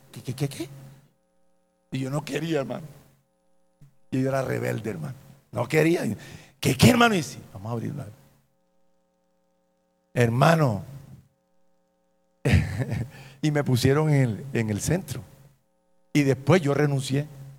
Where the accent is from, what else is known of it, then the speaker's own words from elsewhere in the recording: Cartagena, Bolívar, Colombia; born there; moved away; Me fui para mi tierra, me fui para Cartagena.